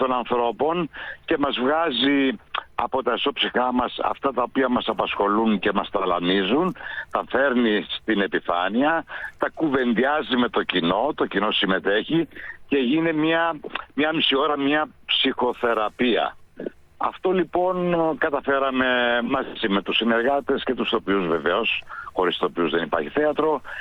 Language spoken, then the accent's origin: Greek; Corfu, Ionian Islands, Greece; now in Thessaloniki, Greece; Στο χωριό μου στην Κέρκυρα